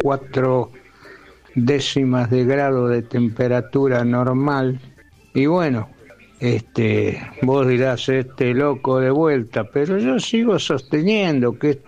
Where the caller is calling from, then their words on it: Mar del Plata, Buenos Aires Province, Argentina; de Mar del Plata.